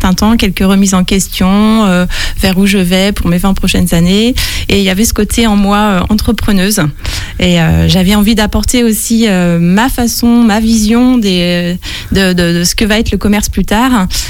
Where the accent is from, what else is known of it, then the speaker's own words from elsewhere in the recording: Chalon-sur-Saône, Bourgogne-Franche-Comté, France; je viens de Chalon. Donc, je n'ai pas vraiment bougé. Je suis restée dans le secteur.